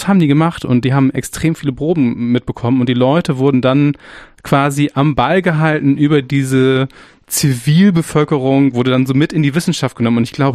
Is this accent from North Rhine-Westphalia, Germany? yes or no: no; Flensburg, Schleswig-Holstein, Germany; now in Dresden, Germany; Vor 2 Jahren ist tatsächlich einer bei meiner Heimatstadt Flensburg runtergekommen. Der ist dann auch hier in Dresden analysiert worden tatsächlich.